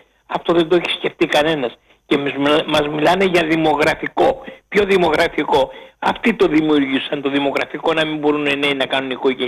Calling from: Attica, Greece; από τα Δυτικά Προάστια.

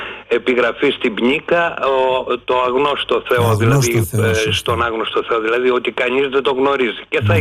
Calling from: Athens, Attica, Greece; από Αθήνα παίρνω.

